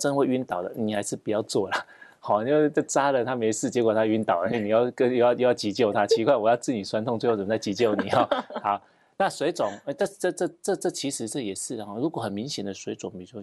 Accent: Taiwan; 我们台湾人真的是，哦，我们台湾经济奇迹嘛，都已经是打拼过来的，

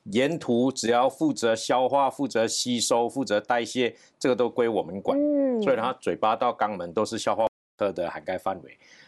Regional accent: Malaysia; now in Taiwan; 那我出生地的话是在马来西亚，所以在马来西亚长大。

